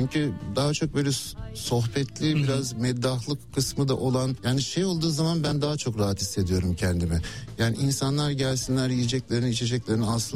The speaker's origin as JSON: {"language": "Turkish", "region": "Istanbul", "country": "Turkey", "tie": "born or raised there", "said": "Ben Beyoğlu çocuğum yani. Orada büyüdüm."}